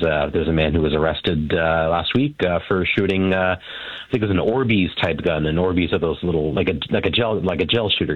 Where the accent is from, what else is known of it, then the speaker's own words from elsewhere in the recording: Brampton, Ontario, Canada; moved away as an adult; also born or lived in Toronto; now in Ottawa, Canada; I was born in Brampton, yeah. I was raised there. The city is part of me